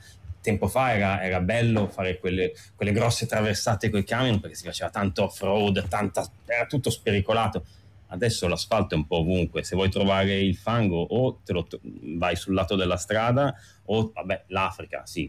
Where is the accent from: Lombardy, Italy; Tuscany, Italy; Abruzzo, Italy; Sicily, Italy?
Lombardy, Italy; Milan; Comunque sono di Milano, mio padre è di Torino.